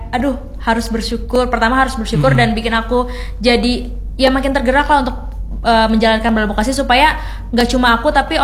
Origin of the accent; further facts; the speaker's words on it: Tangerang, Banten, Indonesia; ke rumah aku orang Tangerang btw